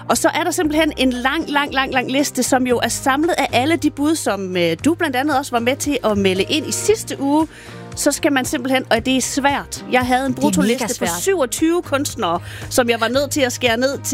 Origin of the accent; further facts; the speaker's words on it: Lemvig, Central Denmark Region, Denmark; nu kommer jeg jo fra Lemvig